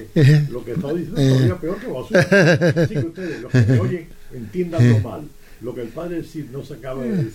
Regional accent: Cuba; moved away; No, en Cuba ya una vez que salí de Cuba...

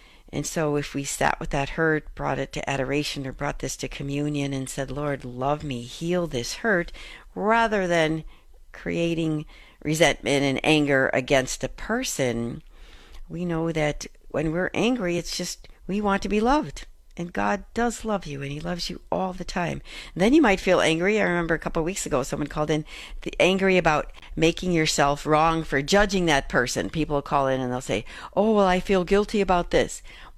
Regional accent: Chicago, Illinois, United States; born or raised there

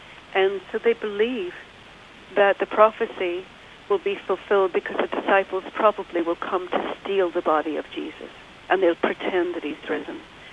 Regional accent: Ireland; moved away; When I was a girl growing up in Ireland

